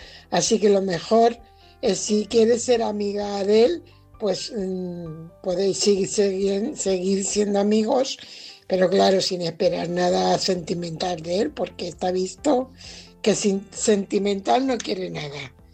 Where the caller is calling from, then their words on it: Fuenlabrada, Community of Madrid, Spain; corresponsal de Fuenlabrada.